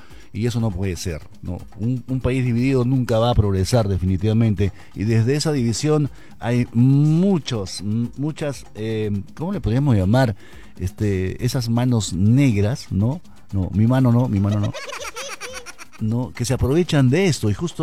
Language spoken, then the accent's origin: Spanish; Peru; Como todo peruano lo deseamos.